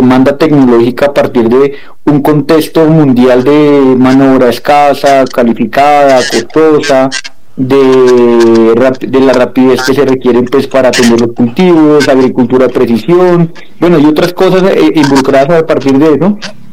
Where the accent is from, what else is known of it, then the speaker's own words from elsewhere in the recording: Bogotá, Colombia; moved away as an adult; Pues bien … colombiano, moreno, pero de Bogotá, un rolo típico.